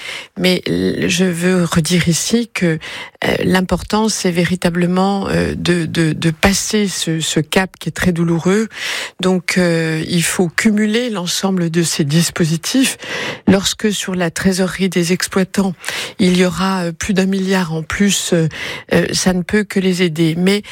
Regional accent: Bourgogne-Franche-Comté, France

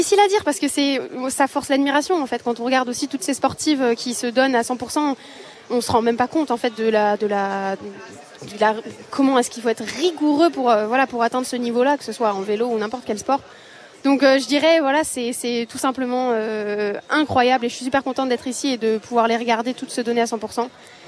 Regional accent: Nice, Provence-Alpes-Côte d'Azur, France; born there

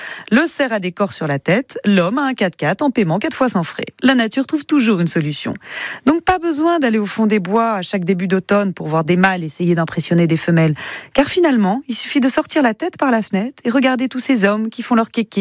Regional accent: Bordeaux, Nouvelle-Aquitaine, France; born there; Ouais, moi, personnellement, je suis bordelais de naissance.

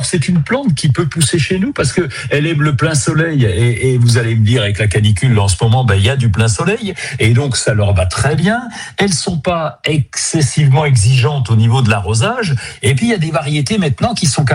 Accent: Grand Est, France; chez nous en Lorraine.

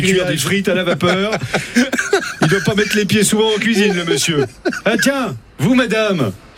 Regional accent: Bourgogne-Franche-Comté, France; chez nous en Côte d'Or

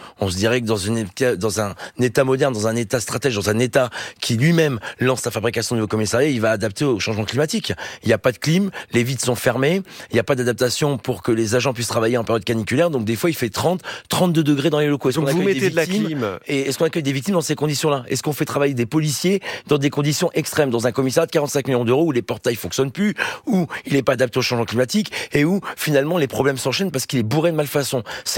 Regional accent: Hauts-de-France, France; moi je suis du Nord, donc Gravelines à Dunkerque

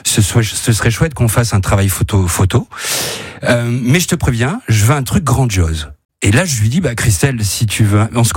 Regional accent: Hauts-de-France, France; now in Vaison-la-Romaine, France; Je suis un ch'ti, je suis comédien

